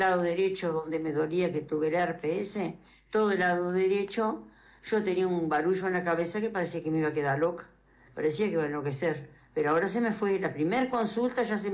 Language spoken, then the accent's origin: Spanish; Tacuarembó, Uruguay; Soy de acá de Tacuarembó, sí.